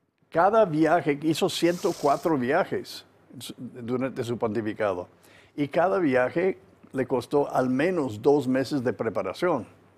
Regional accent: Mexico; moved away; also born or lived in Tepatitlán, Jalisco

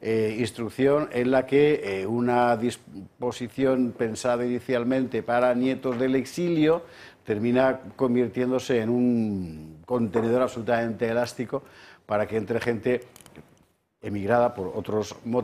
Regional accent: Valencian Community, Spain; Es todo pinos y almendros y algarrobos. Y está mi pueblo ahí.

